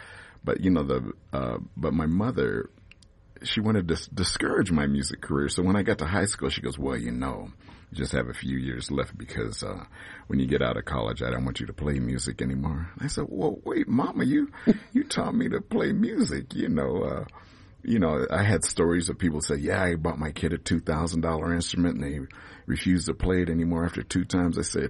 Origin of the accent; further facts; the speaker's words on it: Denver, Colorado, United States; born there; I was born right here on the Points.